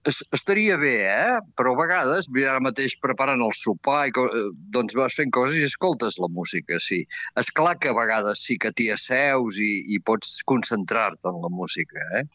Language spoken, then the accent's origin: Catalan; Caldes de Malavella, Catalonia, Spain; moved away as an adult; also born or lived in Fornells de la Selva / Banyoles; Jo visc al meu poble de Caldes de Malavella, on vaig néixer fa 66 anys.